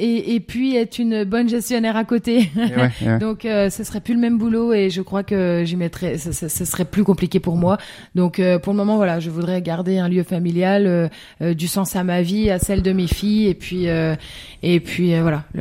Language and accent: French; Grand Est, France